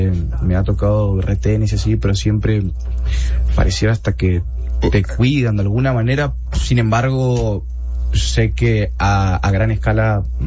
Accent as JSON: {"language": "Spanish", "region": "Chaco", "country": "Argentina", "moved": "yes", "lives_now": "Nuevo Laredo, Mexico", "said": "Una de las diferencias más grandes que me encontré con Tamaulipas cuando llegué es que en Argentina, la tasa de robos y de delincuencia está un poquito por encima de la media últimamente."}